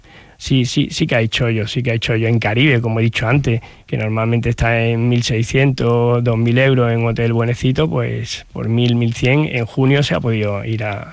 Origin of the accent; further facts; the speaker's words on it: Málaga, Andalusia, Spain; como es en mi caso, que soy muy malagueño y muy de aquí, de la playa